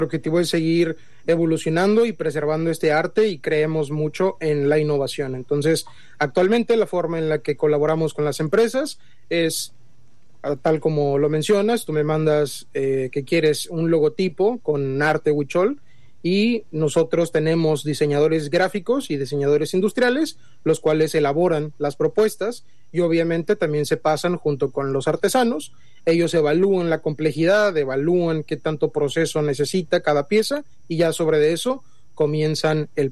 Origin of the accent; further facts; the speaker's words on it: Mexico; como mexicanos nuestra obligación es preservar nuestra cultura y nuestras tradiciones